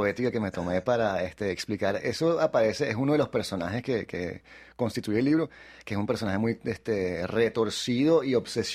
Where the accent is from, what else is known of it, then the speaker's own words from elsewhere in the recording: Venezuela; es utilizar esa analogía para tratar de explicar lo que nos acaece como venezolanos, que viene mucho del petróleo y la relación y el puesto que ocupa en la política, en la sociedad, en la economía de Venezuela.